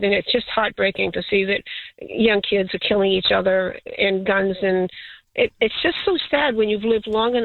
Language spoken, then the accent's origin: English; Maine, United States; now in Danvers, Massachusetts, United States; I'm from Maine originally, Massachusetts, but I've got relatives down here that I didn't even know.